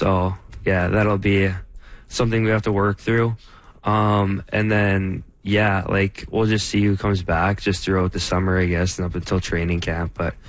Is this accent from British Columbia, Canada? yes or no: no; Niverville, Manitoba, Canada; I appreciate the community, like, all the people here. Like, you just have great people. And, yeah, I mean, it's one of the fastest growing communities.